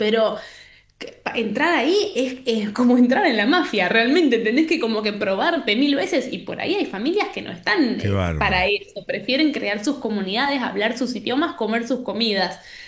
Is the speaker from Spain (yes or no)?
no; Argentina; moved away as an adult; also born or lived in Buenos Aires / San Marcos Sierra; now in Europe; Yo creciendo en Argentina, no sé cómo será la situación hoy porque hace 3 años que no voy